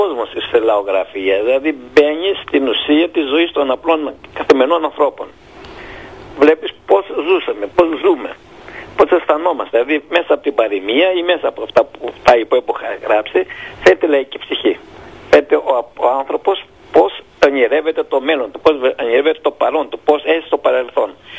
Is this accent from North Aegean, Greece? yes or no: yes; Lesbos, North Aegean, Greece; born there; moved away as an adult; now in Kardamyla, Chios, Greece; εγώ είμαι από τη Μυτιλίνη, ζω στα Καρδάμηλα 48 χρόνια.